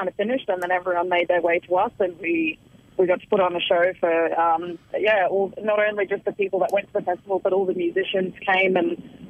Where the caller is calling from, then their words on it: Brisbane, Queensland, Australia; From Brisbane, actually.